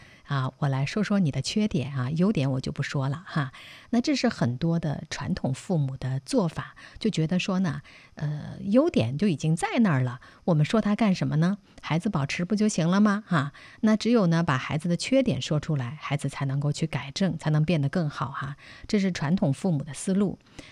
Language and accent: Chinese; China; 我们中国父母啊